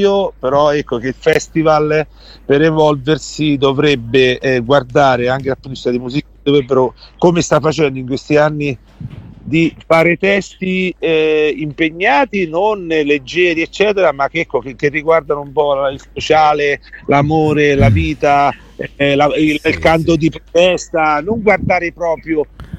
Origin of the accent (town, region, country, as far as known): Ascoli Piceno, Marche, Italy; accent: Ascolano dialect